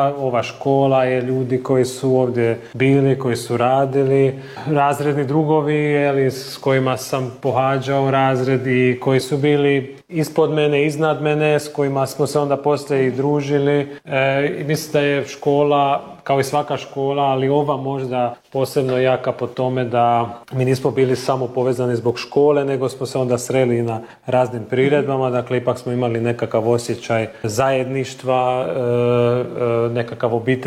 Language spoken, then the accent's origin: Croatian; Pécs, Baranya, Hungary; ja sam rođen u Pećuju, odrastao sam u Pećuju, ali uvijek sam bio povezan sa Salantom jer mama je odavdje, cijela obitelj njena.